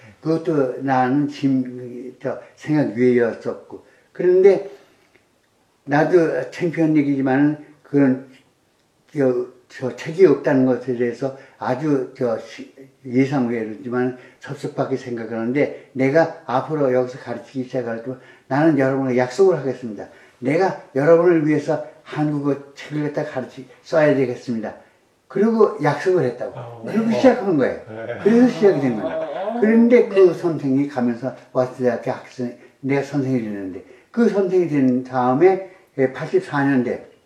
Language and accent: Korean; Seoul, South Korea; born there; 근데 내가 하는 나 서울 태생인데